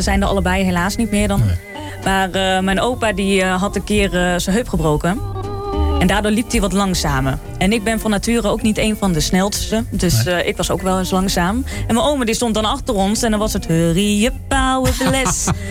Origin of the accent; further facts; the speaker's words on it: Zwolle, Overijssel, Netherlands; now in Raalte, Netherlands; is 27 jaar. Geboren en getogen in Zwolle. Maar die woont nu samen met haar vriend Mario in Raalte.